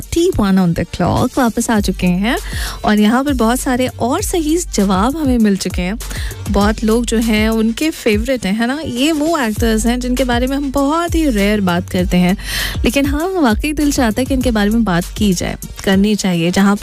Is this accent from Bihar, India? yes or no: no; Bangalore, Karnataka, India; मैं भी बैंगलोर से हूँ